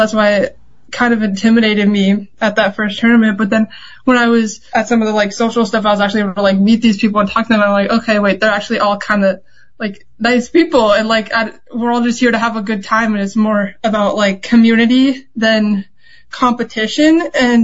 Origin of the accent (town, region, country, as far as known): Minnesota, United States; born or raised there